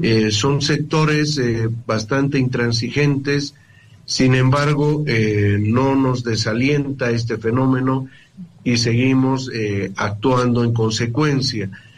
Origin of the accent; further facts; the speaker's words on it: Bolivia; now in La Paz, Bolivia; estamos atravesando como bolivianos un periodo difícil